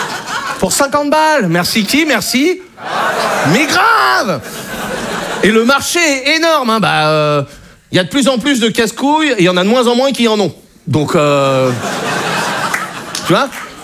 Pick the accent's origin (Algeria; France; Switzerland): France; Brittany